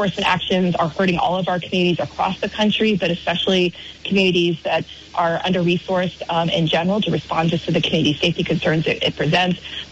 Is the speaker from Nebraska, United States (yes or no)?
no; Barre, Vermont, United States; and I grew up in Barrie, and I say Barrie in particular because Barrie has also had a reputation.